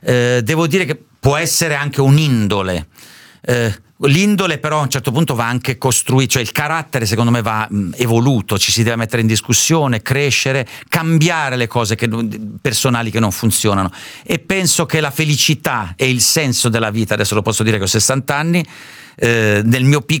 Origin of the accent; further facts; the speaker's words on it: Lombardy, Italy; born there; also born or lived in Southern Italy (family origin); la mia famiglia è emigrata nel profondo nord vicino Varese e qualche anno fa, una decina di anni fa, un mio compagno di liceo è diventato sindaco di questo piccolo paesino in cui io sono nato.